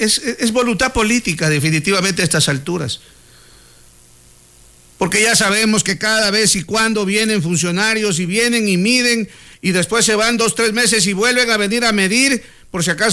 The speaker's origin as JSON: {"language": "Spanish", "town": "Zaruma", "region": "El Oro", "country": "Ecuador", "said": "no me vean como alguien que no quiere el desarrollo de mi pueblo"}